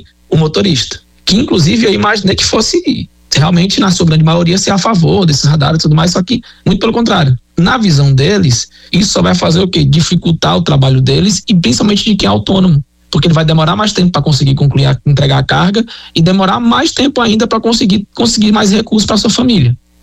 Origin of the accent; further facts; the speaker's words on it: Fortaleza, Ceará, Brazil; eu sou natural de Fortaleza, tá? Mas viajo muito a São Paulo